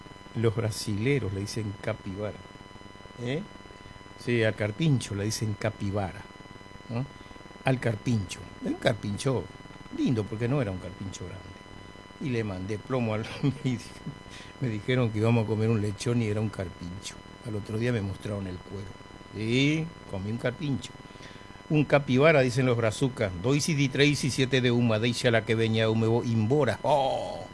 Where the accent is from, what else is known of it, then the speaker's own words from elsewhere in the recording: Presidencia de la Plaza, Chaco, Argentina; moved away; mi gente de Presidencia de la Plaza, mi pueblo en Chaco